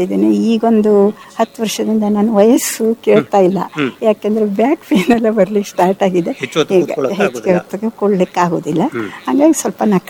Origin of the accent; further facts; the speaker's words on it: Karnataka, India; also born or lived in Dandeli / Haliyal; ನಮ್ಮ ಉತ್ತರ ಕನ್ನಡದಲ್ಲಿ ಕಂಪ್ಲೀಟ್, ಉತ್ತರ ಕನ್ನಡ ಕಂಪ್ಲೀಟ್.